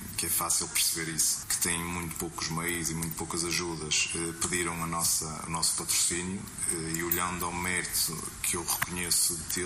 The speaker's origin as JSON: {"language": "Portuguese", "town": "Alpendurada", "region": "Norte", "country": "Portugal", "said": "quando dizemos que somos de Alpendurada"}